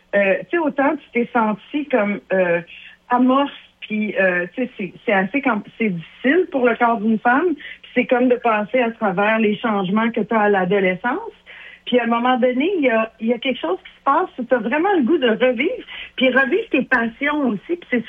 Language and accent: French; Loretteville, Quebec, Canada; born there; Ben, en fait, moi, je suis née à Loretteville.